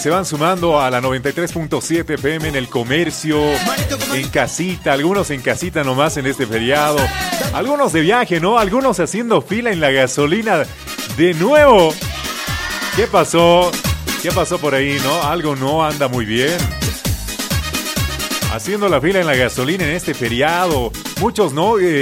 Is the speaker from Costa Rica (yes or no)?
no; Bolivia; somos bolivianos